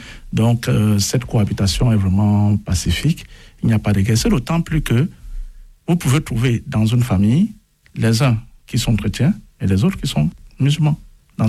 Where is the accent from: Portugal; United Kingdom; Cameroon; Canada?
Cameroon; moved away as an adult; now in France; chez nous, au Cameroun, aujourd'hui, c'est férié.